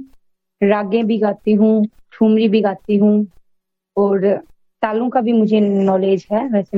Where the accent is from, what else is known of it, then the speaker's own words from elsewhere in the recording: Nohar, Rajasthan, India; मैं हनुमानगढ़ डिस्ट्रिक्ट से हूँ और नोहर तहसील में रहती हूँ